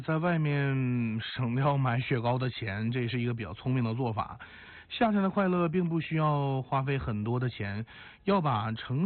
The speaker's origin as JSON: {"language": "Chinese", "region": "Northeast China", "country": "China", "tie": "born or raised there", "said": "作为一个东北的节目主持人，作为一个东北的，这个土生土长的东北人，"}